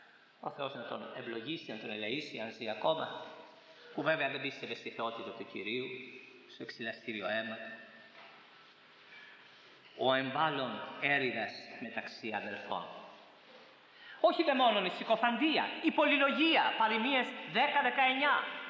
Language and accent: Greek; Corfu, Ionian Islands, Greece